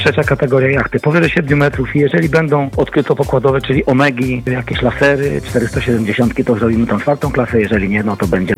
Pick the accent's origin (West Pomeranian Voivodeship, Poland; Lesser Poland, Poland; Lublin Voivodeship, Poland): West Pomeranian Voivodeship, Poland; Koszalin; Ja z Koszalina, z okna widzę jezioro Jamno, Państwo pewnie w większości też.